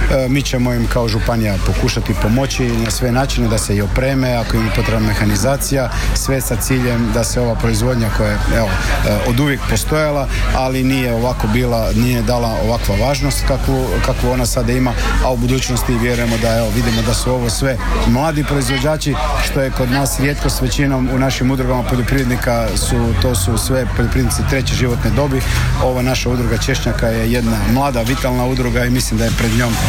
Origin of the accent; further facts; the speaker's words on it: Istria County, Croatia; Ono što je dobro, kod nas u Istri se takav proizvod vrlo lako proda i kroz turizam na kućnom pragu i posjetiteljima koji dođu u Istru, svi cijene češnjak.